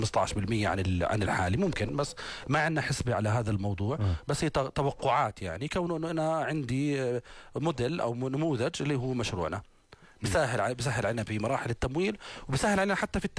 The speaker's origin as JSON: {"language": "Arabic", "country": "Jordan", "said": "والحمد لله يعني احنا بالاردن يعني ما عم نعاني منها الحمد لله."}